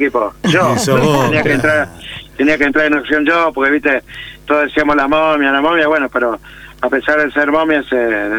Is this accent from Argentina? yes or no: yes; Santa Fe, Argentina; yo escucho Cadena O toda la mañana cuando me levanto, porque soy santafesino y que me interesa saber todo lo que pasa en la bota.